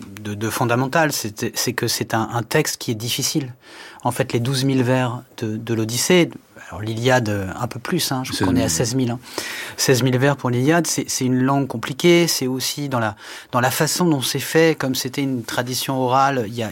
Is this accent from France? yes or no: yes; Le Havre, Normandy, France; Moi, j'ai grandi au Havre, alors ma professeure de grec nous ouvrait les portes de la Méditerranée